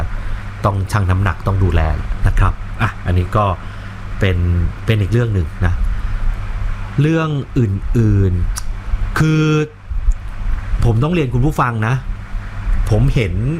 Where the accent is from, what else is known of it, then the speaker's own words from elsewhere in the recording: Bangkok, Thailand; เราก็คนกรุงเทพมหานคร